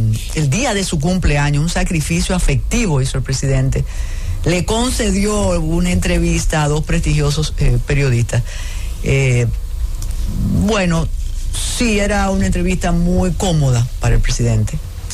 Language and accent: Spanish; Dominican Republic; Y yo del norte.